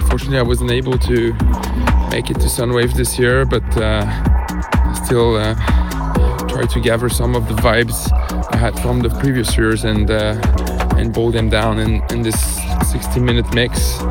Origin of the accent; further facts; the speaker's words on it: Paris, Île-de-France, France; I'm from Paris, DJing for quite a number of years, since I'm 14 years old.